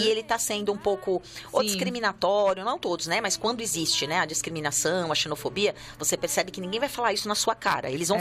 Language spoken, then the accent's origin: Portuguese; Brazil; moved away; Ah, eu sou brasileira.